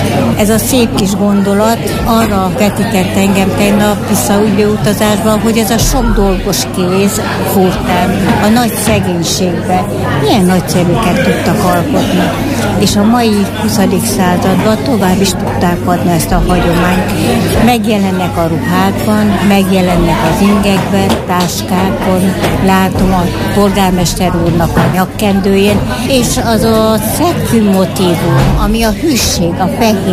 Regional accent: Debrecen, Hajdú-Bihar, Hungary; Debrecenből jöttem a Bocskai kertbe, hogy megtekintsem ezt a szép kiállítást

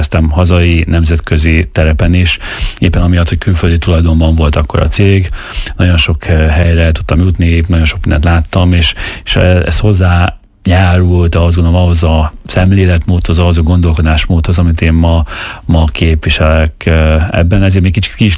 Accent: Miskolc, Borsod-Abaúj-Zemplén, Hungary; also born or lived in Budapest; hoztam egy döntést, hogy visszatérek Miskolcra, és akkor átjelentkeztem, én akkor építőipari vonalon tanultam, és átjelentkeztem a Miskolci Egyetemre, hogy itthon legyek

